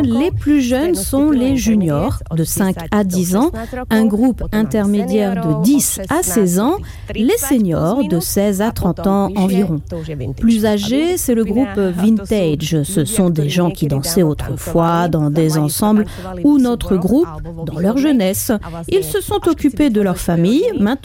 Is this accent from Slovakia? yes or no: yes; eastern Slovakia, Slovakia; now in Canada; Je viens de l'Est, donc l'Est me tient particulièrement à cœur.